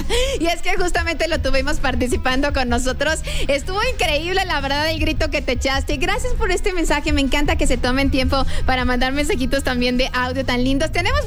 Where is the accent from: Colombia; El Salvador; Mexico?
Mexico; Guadalajara, Jalisco; como yo soy de Guadalajara, estoy acostumbrada a comer tortas ahogadas.